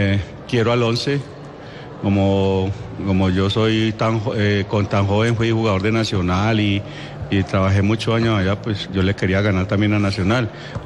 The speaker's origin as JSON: {"language": "Spanish", "region": "Antioquia", "country": "Colombia"}